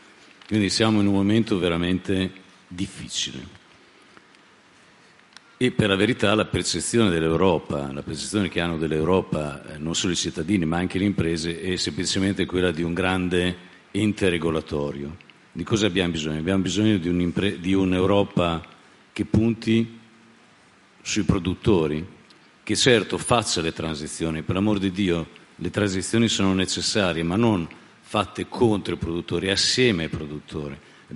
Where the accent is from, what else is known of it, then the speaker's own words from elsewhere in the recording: Emilia-Romagna, Italy; io vengo dall'Emilia Romagna